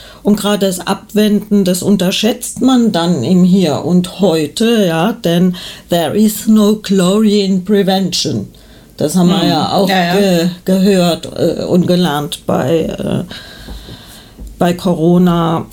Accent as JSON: {"language": "German", "region": "Hesse", "country": "Germany", "tie": "born there", "moved": "yes", "said": "ich stamme ja aus Hessen gebürtig."}